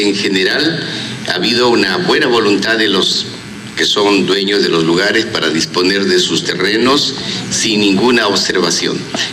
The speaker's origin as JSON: {"language": "Spanish", "country": "Peru", "said": "somos peruanos"}